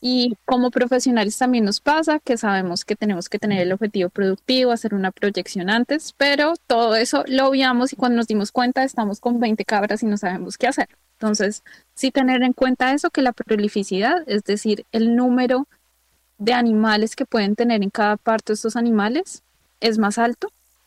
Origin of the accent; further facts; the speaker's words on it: Colombia; que como colombianos a veces nos cuesta mirar esta parte, ¿sí?